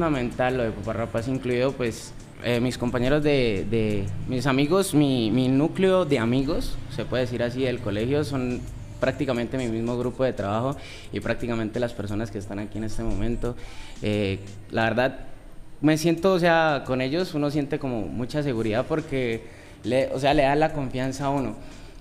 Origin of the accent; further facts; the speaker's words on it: Popayán, Cauca, Colombia; also born or lived in El Bordo, Cauca; nacido acá en el departamento del Cauca. Nací en el Bordo Cauca, pero toda mi vida he vivido acá en Popayán.